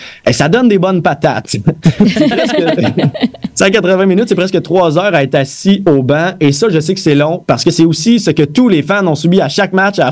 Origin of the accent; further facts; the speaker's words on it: Coaticook, Quebec, Canada; Moi, je viens de Quaticook. On a un super long pont suspendu.